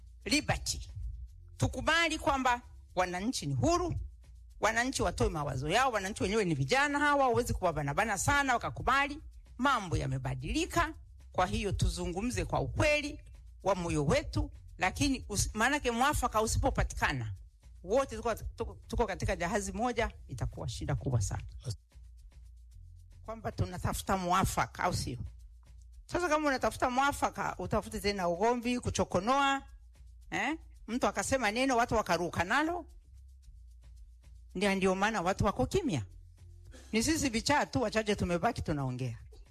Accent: Tanzania; mimi ni Mtanzania halisi

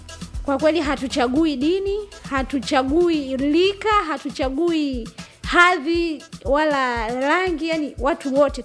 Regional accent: Dar es Salaam, Tanzania; Nimetokea Dar es Salaam.

